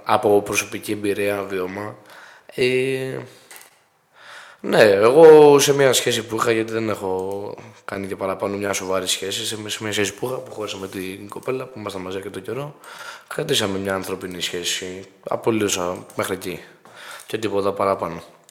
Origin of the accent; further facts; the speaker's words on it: Athens, Attica, Greece; also born or lived in Kalamata; Εγώ είμαι από την Αθήνα, ωραία. Τότε ήμουν στην Καλαμάτα.